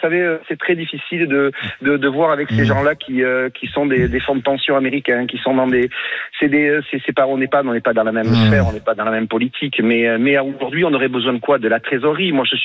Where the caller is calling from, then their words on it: Bordeaux, Nouvelle-Aquitaine, France; je suis sur Bordeaux aussi